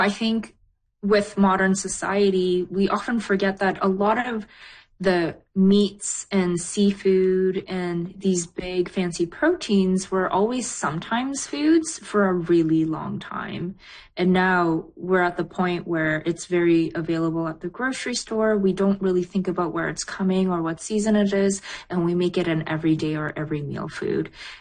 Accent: British Columbia, Canada; also born or lived in South Korea; Yeah, I was born in Korea, but I grew up outside of Vancouver.

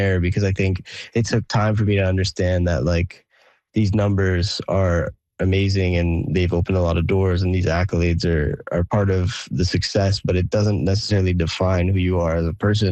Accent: Timmins, Ontario, Canada; born or raised there; moved away

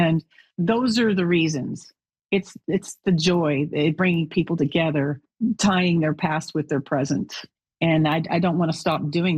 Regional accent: Canada; And being Canadian to me is being strong and assertive and determined, yet polite, kind, humble. I was raised to be proud of who I am and where I'm from.

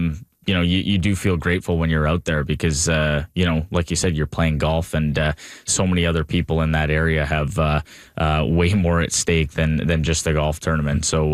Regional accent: Caledonia, Ontario, Canada; I'm 29 years old. I'm from Caledonia, Ontario.

